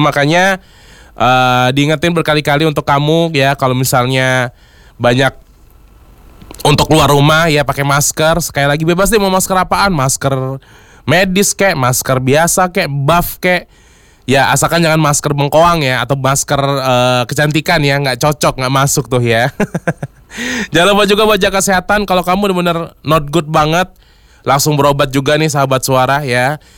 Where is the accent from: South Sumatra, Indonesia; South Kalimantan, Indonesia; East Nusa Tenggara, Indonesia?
South Sumatra, Indonesia; Palembang